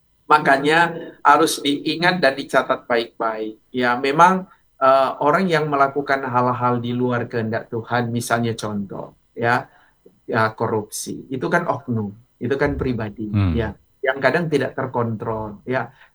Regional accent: Manado, North Sulawesi, Indonesia; Walaupun kita orang Manado

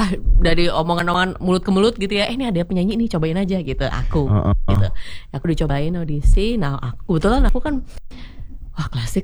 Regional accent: Surabaya, East Java, Indonesia; Jadi dulu kan aku asalnya dari Surabaya ya. Jadi aku lahir, besar, sekolah di sana ya, di Surabaya.

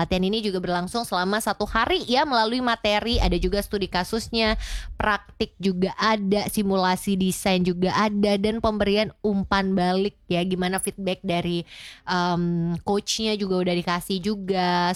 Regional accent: Medan, North Sumatra, Indonesia; Aku darah Sumatera, teman Pro 2, asli. Nggak kaleng-kaleng, aku juga darah Sumatera, walaupun bukan Sumatera Barat, aku Sumatera Utara, teman Pro 2. Aku anak Medan banget nih.

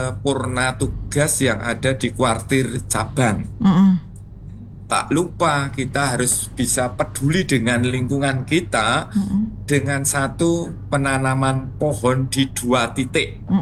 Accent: Java, Indonesia; kalau kita orang Jawa nuntut apa nunut mulio di pohon itu, Kak.

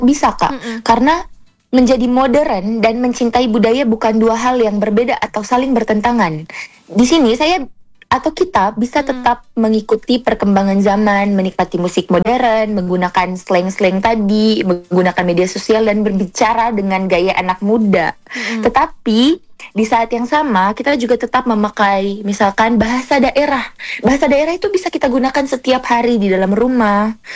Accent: Manggarai, East Nusa Tenggara, Indonesia; saya berasal dari Manggarai, Nusa Tenggara Timur.

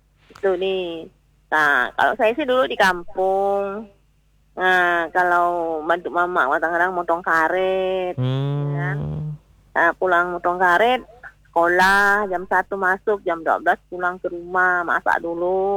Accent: Indonesia; moved away as an adult; Kampung saya sih enggak jauh sih. Cuma di Sungai Bawang sini kan dekat.

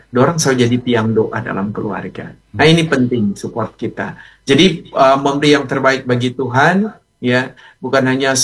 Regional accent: Manado, North Sulawesi, Indonesia; Walaupun kita orang Manado iya dapat rasanya tidak enak dan ya.

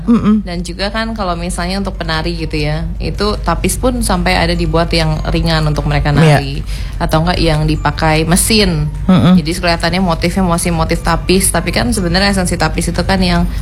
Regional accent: Lampung, Indonesia; karena ya kita sebagai orang Lampung ya memang harus punya satu set aja udah bagus

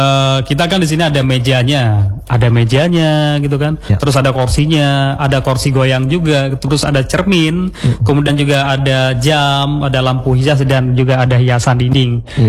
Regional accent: Aceh, Indonesia

